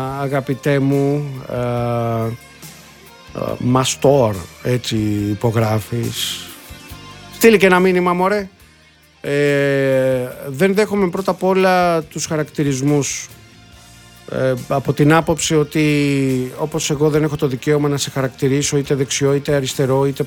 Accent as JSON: {"language": "Greek", "town": "Molaoi", "region": "Peloponnese", "country": "Greece", "tie": "born or raised there", "said": "το λέμε και εμείς στο χωριό μου και στους Μολάους το λέμε το by the book."}